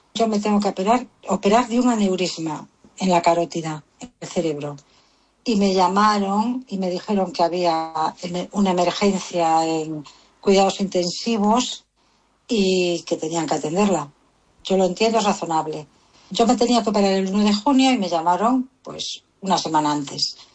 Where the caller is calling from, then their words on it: Vigo, Galicia, Spain; soy de Vigo